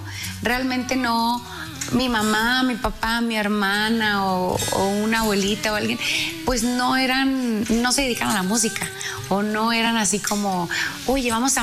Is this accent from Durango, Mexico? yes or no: yes; Durango, Mexico; yo soy de Durango